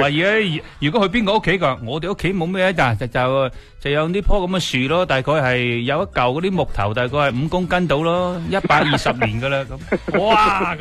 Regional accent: Guangdong, China; 但系我哋广东人就唔讲白木香嘅，

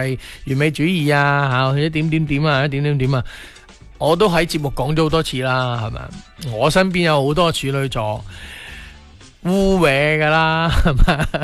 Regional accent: China; 咁所以咧，我觉得我哋中国人嘅传统就系点解我要有咁多嘅相聚嘅日子啦

